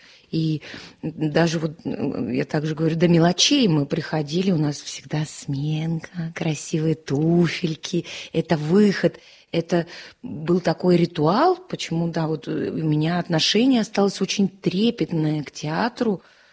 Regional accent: Yaroslavl, Yaroslavl Oblast, Russia; На время поехали, папа мой здесь родился, а уже я родилась в Ярославле, как-то, ну, осили, ассимилировались, я вообще ни о чем не жалею, прекрасный город

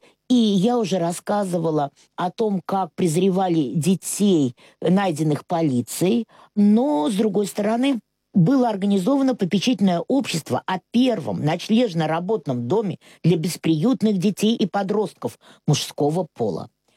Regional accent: Saint Petersburg, Russia; born there; а я родилась в доме на Большой Подъяческой 8.

